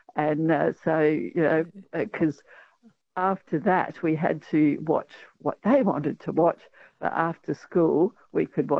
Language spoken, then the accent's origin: English; Adelaide, South Australia, Australia; which for city kids, and I grew up in Adelaide as well, it was something else.